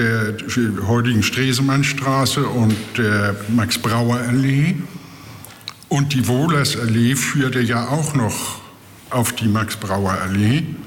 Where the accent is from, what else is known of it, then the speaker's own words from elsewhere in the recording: Hamburg, Germany; Jahrgang 1947. Und ich bin in der Ölgasallee aufgewachsen. Und da wohne ich jetzt wieder.